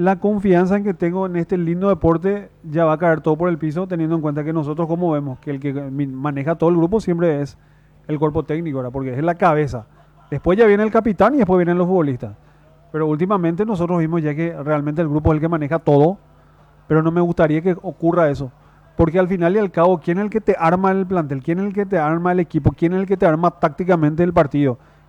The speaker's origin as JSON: {"language": "Spanish", "country": "Paraguay"}